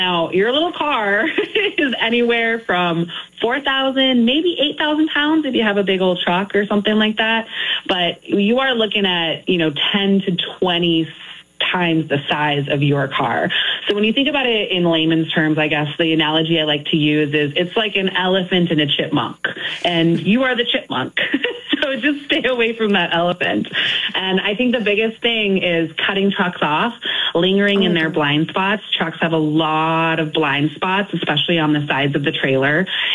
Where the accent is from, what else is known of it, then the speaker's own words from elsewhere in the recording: Los Angeles, California, United States; now in Chicago, United States; So I grew up in Los Angeles, headed over to Chicago. My husband's from the area, been here for the last 14 years.